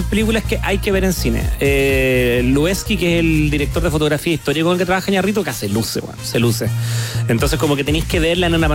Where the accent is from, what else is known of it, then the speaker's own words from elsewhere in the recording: Chile; Así que le pude decir a Tom que soy de Chile.